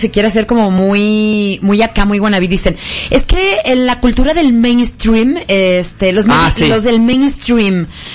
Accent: Mexico; nosotros es más común que como mexicanos nos esforcemos en entender y hablar algo en inglés.

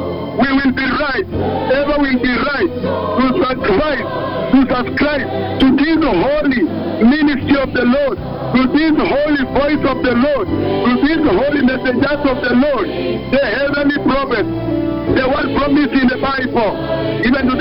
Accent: Kenya; Me as a Kenyan, seated at the church, what is this speaking to me?

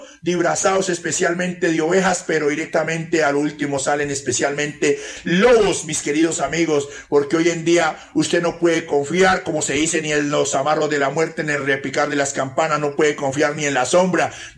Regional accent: Villagarzón, Putumayo, Colombia; no tengo el orgullo de ser especialmente de acá de Cauca, ni de ser de Nariño, ni de ser de ninguna parte. Me siento muy orgulloso de ser de un pueblito llamado especialmente Villa Garzón, Putumayo.

